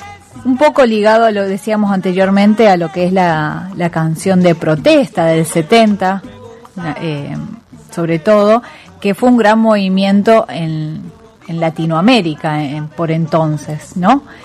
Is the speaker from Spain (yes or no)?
no; Argentina; no solo como argentinos, sino, bueno, también como latinoamericanos